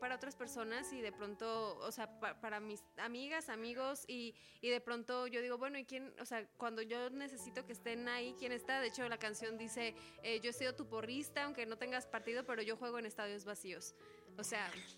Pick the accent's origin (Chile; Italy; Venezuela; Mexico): Mexico; Irapuato, Guanajuato; Soy de Guanajuato, de Irapuato